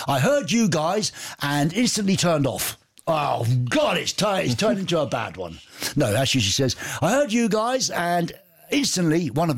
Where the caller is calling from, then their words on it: Heidelberg, Baden-Württemberg, Germany; I'm listening from Heidelberg in Baden-Württemberg.